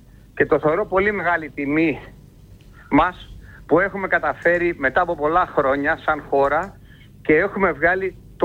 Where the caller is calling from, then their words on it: Greece; Τυχαίνει να είμαι ένας Έλληνας πολίτης